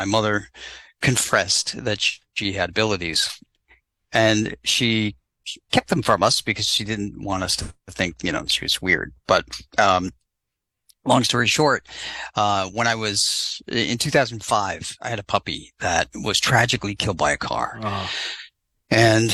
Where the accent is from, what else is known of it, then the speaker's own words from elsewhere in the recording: New England, United States; I grew up in New England